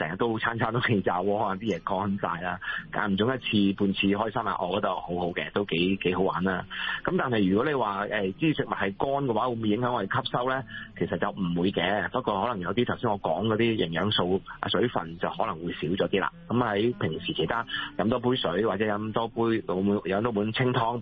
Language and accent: Cantonese; China; 因为气炸锅咧，嗱，始终我哋中国人啦，我哋自己平时煮嘅嘢咧，即系蒸焖煮灼啊